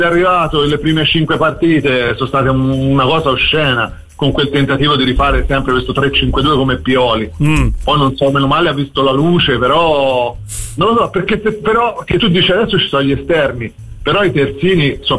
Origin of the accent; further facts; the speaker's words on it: Cecina, Tuscany, Italy; Non mi interessa proprio, io poi sono di Cecina, quindi